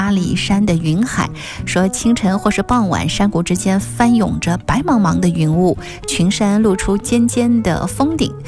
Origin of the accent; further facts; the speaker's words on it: Jiangnan, China; 作为在江南土生土长的我来说